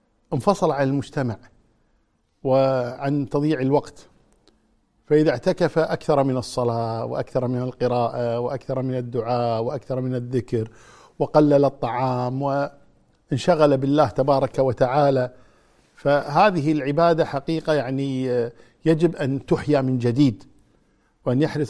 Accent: Kuwait

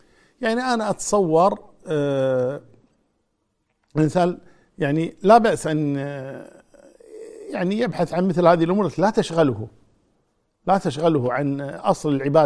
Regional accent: Kuwait

